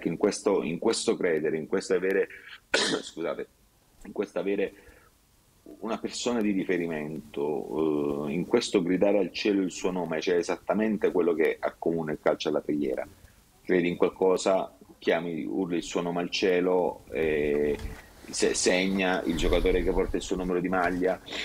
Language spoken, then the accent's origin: Italian; Taranto, Apulia, Italy; now in Rome, Italy; nato e cresciuto a Taranto, nato e cresciuto in uno stadio